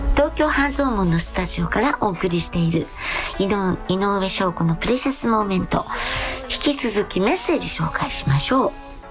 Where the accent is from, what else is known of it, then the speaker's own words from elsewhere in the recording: Shikoku, Japan; あ、私四国なんですが、豚でした。